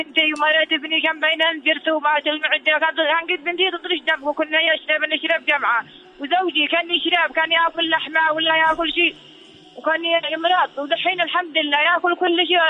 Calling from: Sanaa, Amanat Al Asimah, Yemen; من صنعاء، من هنا من سوق علي محسن.

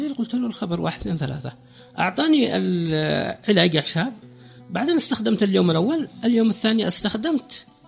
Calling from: Raymah, Yemen

